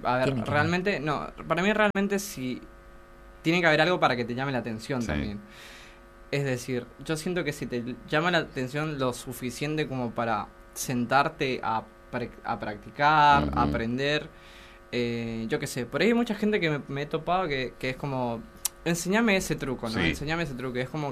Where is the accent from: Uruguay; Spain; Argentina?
Argentina; Candelaria, Misiones; Yo vengo de Candelaria, por cierto, y quizás, no sé si, no solamente pasa en Candelaria, creo que en general en Misiones, es un arte que por ahí no se ve mucho.